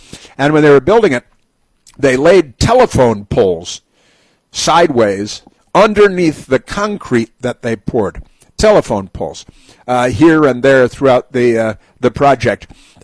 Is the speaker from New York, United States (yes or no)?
no; Chicago, Illinois, United States; when I was a kid, growing up in Chicago, North Shore of Chicago, and my stepfather was tied to his whole family was tied to the Chicago Democrat political machine